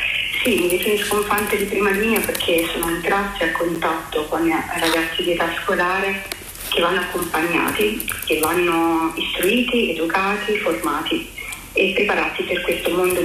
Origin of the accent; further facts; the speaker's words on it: Naples, Campania, Italy; Io sono di Napoli